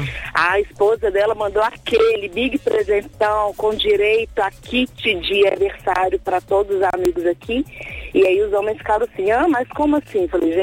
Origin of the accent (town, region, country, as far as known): Contagem, Minas Gerais, Brazil